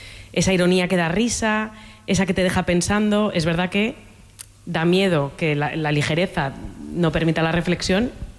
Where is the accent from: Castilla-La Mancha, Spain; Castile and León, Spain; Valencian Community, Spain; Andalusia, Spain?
Valencian Community, Spain; Soy valenciana.